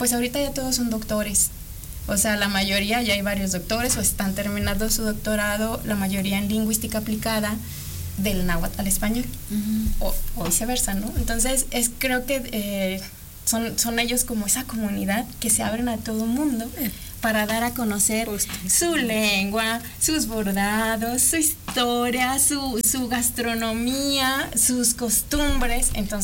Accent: Mexico; me representan como mexicana

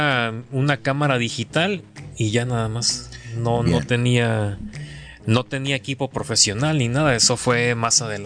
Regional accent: Acapulco, Guerrero, Mexico; Yo soy originario de Acapulco y desde que tengo uso de razón siempre me ha encantado Acapulco

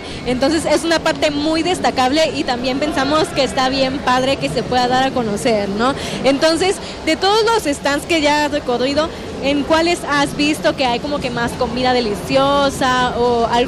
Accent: Tabasco, Mexico; como somos de centro

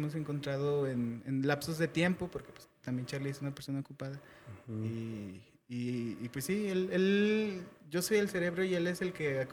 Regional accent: Zacatecas, Mexico; somos de aquí de Zacatecas. Bueno. Somos originarios de aquí de Zacatecas. desde que estábamos niños, nuestros papás, pues somos de la misma familia.

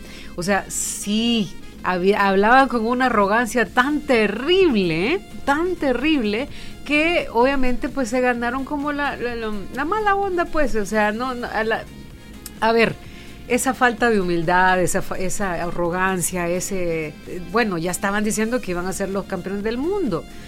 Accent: El Salvador; la jerga que tenemos los salvadoreños

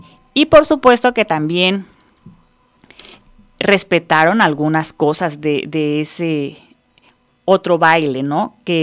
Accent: Costa Chica, Mexico; nuestros paisanos de aquel entonces, nuestros antepasados costeños

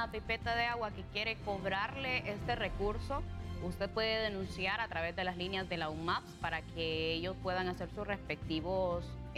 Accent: Honduras; nosotros como pueblo hondureño

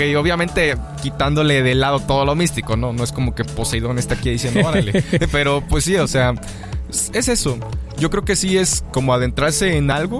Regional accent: San Andrés Tuxtla, Veracruz, Mexico; moved away as an adult; now in Xalapa, Mexico; pues yo pues, no soy de aquí, yo soy de San Andrés Tuxtla. Radico aquí pues ya desde hace unos años. Yo me vine a estudiar acá mi carrera

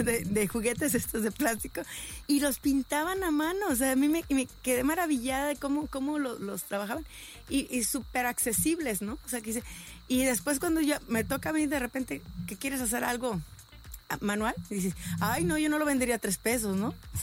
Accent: Michoacán, Mexico; born there; porque soy de Michoacán, me encantaba eso.

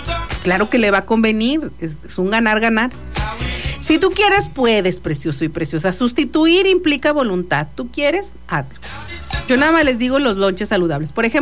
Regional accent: Mexico; aquí como buen mexicano

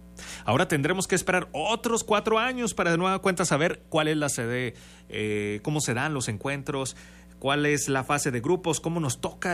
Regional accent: Mexico

